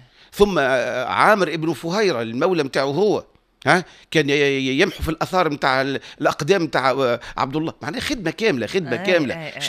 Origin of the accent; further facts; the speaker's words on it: Tunisia; أنا كمواطن تونسي مسلم